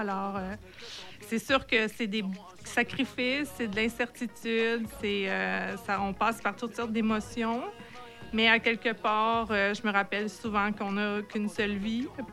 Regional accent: Montreal, Quebec, Canada; moved away as an adult; now in Havre-Saint-Pierre, Canada; je suis originaire de Montréal.

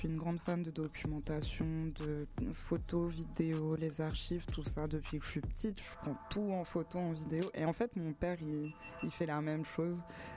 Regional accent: Southern France, France; moved away as an adult; also born or lived in Guadeloupe / London / Paris; En gros, je suis née en Guadeloupe, j'ai grandi dans le sud de la France. J'ai fait Londres, après j'ai fait Paris

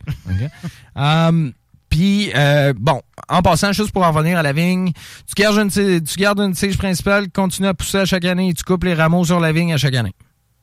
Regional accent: Quebec City, Quebec, Canada; moved away as an adult; also born or lived in British Columbia; now in Lévis, Canada; Non, j'ai toujours habité à Québec.

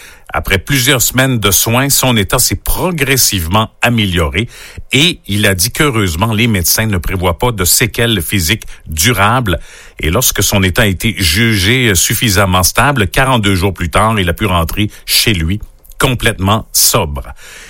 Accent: Quebec, Canada; chez nous en Gaspésie

